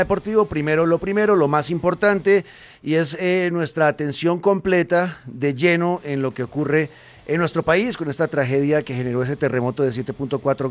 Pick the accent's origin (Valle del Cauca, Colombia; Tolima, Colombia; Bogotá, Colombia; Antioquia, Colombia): Bogotá, Colombia; Desde Bogotá, como capitalino, como rolo, como bogotano, me duele muchísimo ver todo lo que está ocurriendo en mi país. Soy colombiano